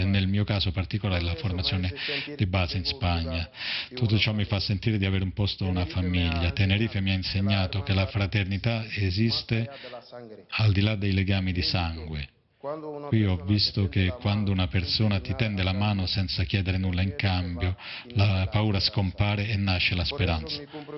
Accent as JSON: {"language": "Italian", "country": "Senegal", "lives_now": "Spain", "said": "vengo dal Senegal, ho 20 anni."}